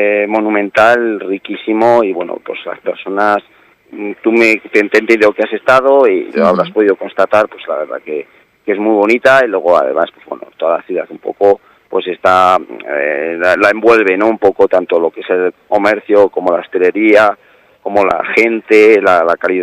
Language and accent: Spanish; Tarazona, Aragon, Spain; yo soy de Tarazona